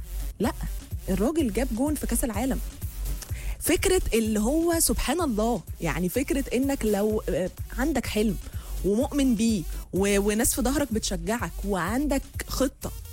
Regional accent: Egypt; علينا احنا كمصريين

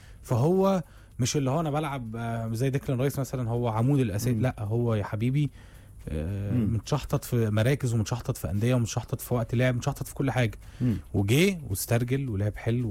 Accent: Egypt; لو أنا مش مصري ومش أرجنتيني

